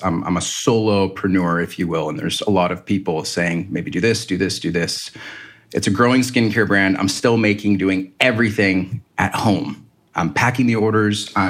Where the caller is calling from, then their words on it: Cardiff-by-the-Sea, California, United States; I am calling from Cardiff-by-the-Sea, California. It's a small little beach town here in North County, San Diego.